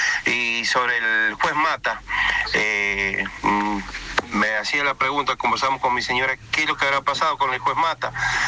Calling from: Rawson, San Juan, Argentina; vivo en Rawson.

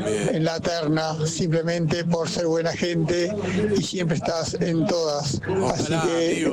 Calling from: Buenos Aires, Argentina; de Flores.

